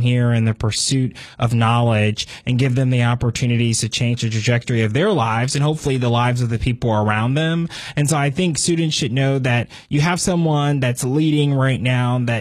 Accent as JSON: {"language": "English", "town": "Cincinnati", "region": "Ohio", "country": "United States", "lives_now": "Fort Mill, United States", "said": "From Cincinnati, Ohio, but now live on the border of Charlotte in Fort Mill, South Carolina"}